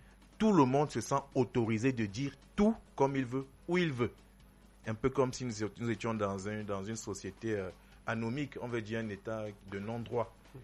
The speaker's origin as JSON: {"language": "French", "country": "Cameroon", "said": "mais en tant que Camerounais quand même, la première des choses serait de vanter le drapeau de son pays"}